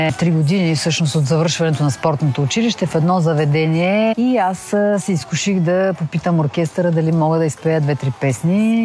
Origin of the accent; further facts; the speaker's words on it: Ruse, Ruse Province, Bulgaria; moved away as an adult; now in Sofia, Bulgaria; В моя роден град Русе, да, до 23 години съм там и след това дойдох в София.